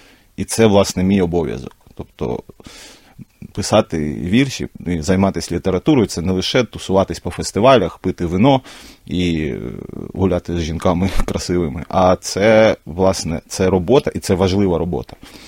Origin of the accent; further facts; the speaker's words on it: Kerch, Crimea, Ukraine; moved away as an adult; Мій рідний Крим... Я почав ловити себе на думці, що я вже його майже не пам'ятаю.